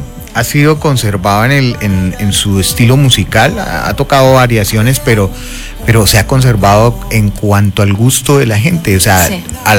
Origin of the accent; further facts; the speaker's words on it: Bogotá, Colombia; tremenda de … de Bogotá.